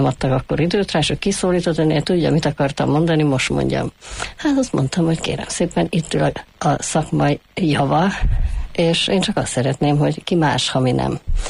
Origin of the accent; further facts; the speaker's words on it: Budapest, Hungary; A Gellért-hegyen laktunk kiskoromban, úgyhogy ott kezdtem a Köbölk utcai általános iskolában. Aztán Pestre költöztünk, és a Szemere utcai általános iskolában folytattam.